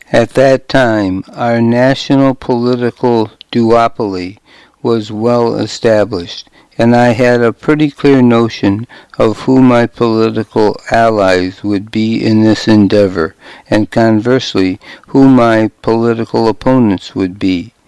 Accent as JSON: {"language": "English", "region": "Arizona", "country": "United States", "said": "it was one of my home state senators, the Democrat Dennis DeConcini, who gave me a shot."}